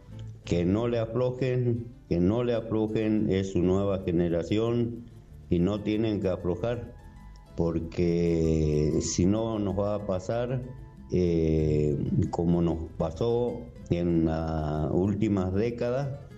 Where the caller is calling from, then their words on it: General Pinedo, Chaco, Argentina; Estoy escuchando un General Pinedo Chaco